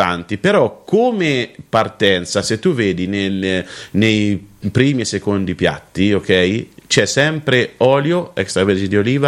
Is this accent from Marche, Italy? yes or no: no; Cortona, Tuscany, Italy; io sono aretino e cortonese, perché sono del comune di Cortona